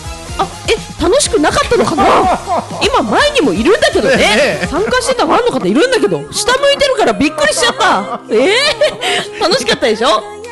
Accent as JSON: {"language": "Japanese", "region": "Fukuoka", "country": "Japan", "tie": "born or raised there", "said": "さあこの番組は大好きな地元筑豊のいろんな魅力や歌う筑豊のインフルエンサーとしての活動をお届けする番組です。"}